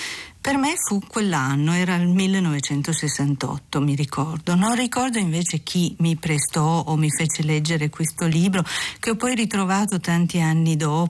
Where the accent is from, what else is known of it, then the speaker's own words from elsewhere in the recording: Turin, Piedmont, Italy; Ho 51 anni, sono nata a Torino, non mi sono mai mossa dalla mia città